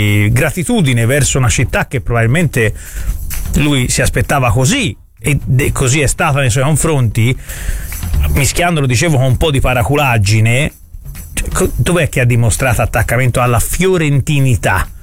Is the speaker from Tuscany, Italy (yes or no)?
yes; Florence, Tuscany, Italy; da fiorentino che sente tantissimo la responsabilità di essere fiorentino